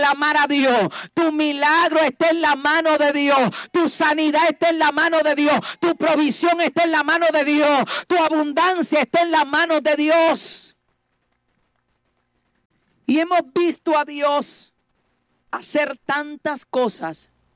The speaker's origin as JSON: {"language": "Spanish", "country": "Dominican Republic", "said": "nos pedían tener muchos requisitos a nosotros como dominicanos para entrar."}